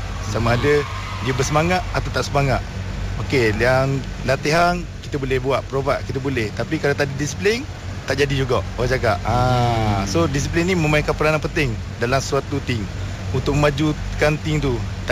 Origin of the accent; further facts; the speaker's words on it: Terengganu, Malaysia; Saya pun asal dari Terengganu.